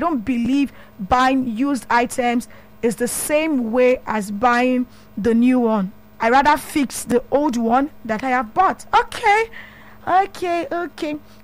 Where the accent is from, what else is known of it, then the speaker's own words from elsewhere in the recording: Ibadan, Oyo, Nigeria; I'm from Ibadan.